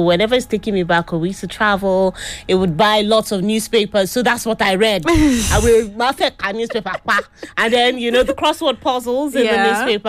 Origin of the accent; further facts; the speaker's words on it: Lagos, Nigeria; We grew up in Lagos